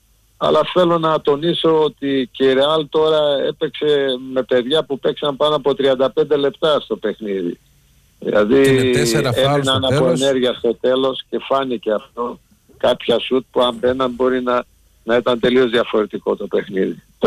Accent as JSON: {"language": "Greek", "country": "Greece"}